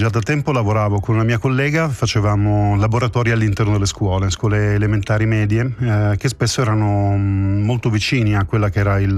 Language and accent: Italian; Apulia, Italy; Io sono nato in Puglia, un piccolo paesino in provincia di Brindisi